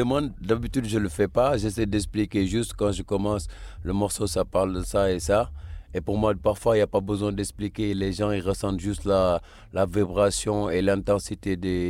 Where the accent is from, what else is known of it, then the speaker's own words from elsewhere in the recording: Senegal; Exactement. On retrouve les mêmes vibes, les mêmes smiles, même énergie et cette hospitalité-là aussi.